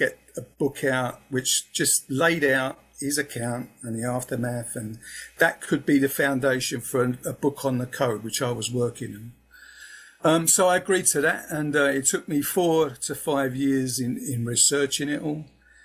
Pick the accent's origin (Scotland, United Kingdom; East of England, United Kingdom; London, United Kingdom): London, United Kingdom; born or raised there